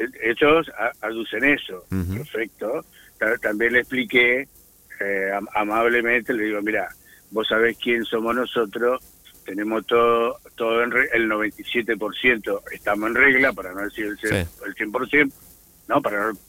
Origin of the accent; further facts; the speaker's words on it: Buenos Aires, Argentina; moved away; yo soy de Buenos Aires también.